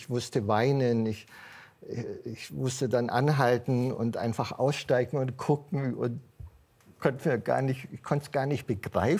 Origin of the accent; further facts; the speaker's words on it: Southern Germany, Germany; Also ich komme aus einfachem Hause. Wir sind maximal mal ins Allgäu gefahren. Ich stamme aus Süddeutschland und wir waren nie am Meer.